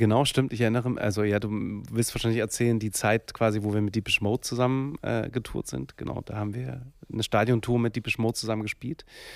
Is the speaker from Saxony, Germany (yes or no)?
yes; Dresden, Saxony, Germany; Ich glaube am Ende dann doch Dresden, meine Heimat.